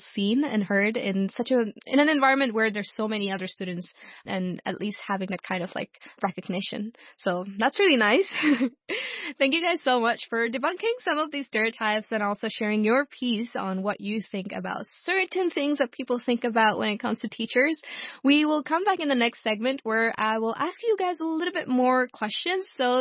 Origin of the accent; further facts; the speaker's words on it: Hong Kong; and I feel like sometimes, especially growing up in Hong Kong, for me, I work with a lot of young students who are in Form 5 or Form 6